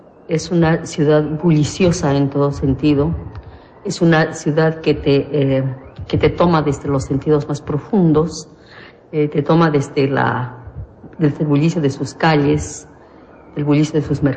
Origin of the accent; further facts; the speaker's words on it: La Paz, Bolivia; moved away as an adult; la añoranza de volver a mi ciudad de origen